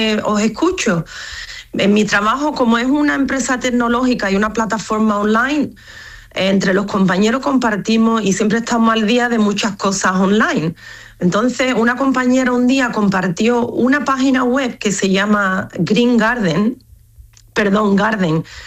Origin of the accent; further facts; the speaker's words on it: Andalusia, Spain; now in Australia; Porque nosotros los padres somos españoles. Y en casa hablamos español